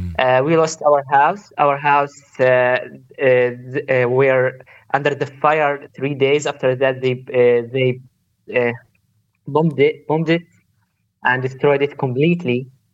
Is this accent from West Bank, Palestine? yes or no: no; Gaza, Gaza Strip, Palestine; English is a second language; I am 19 years old and I live in Gaza. I am a student from Gaza, and I want to tell you my story in short.